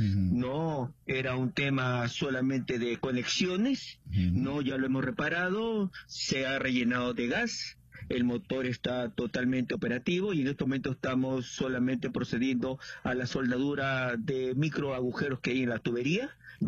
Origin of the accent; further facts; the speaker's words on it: Ica, Peru; yo vengo de la provincia de Ica